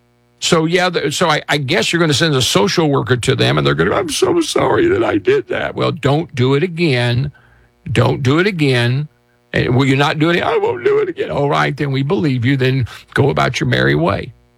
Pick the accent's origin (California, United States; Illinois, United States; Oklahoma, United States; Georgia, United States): Oklahoma, United States; My daddy was a Democrat. My mama was a Democrat when I was growing up in Oklahoma